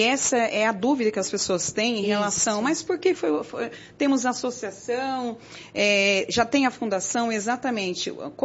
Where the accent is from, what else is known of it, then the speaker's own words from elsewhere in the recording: São Bernardo do Campo, São Paulo, Brazil; sou de São Bernardo do Campo.